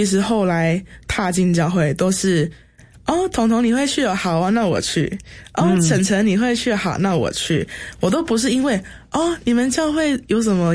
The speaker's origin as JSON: {"language": "Chinese", "region": "Tainan", "country": "Taiwan", "tie": "born or raised there", "said": "因为毕竟我是在台南南部长大的，就是都是传统信仰拿香拜拜的"}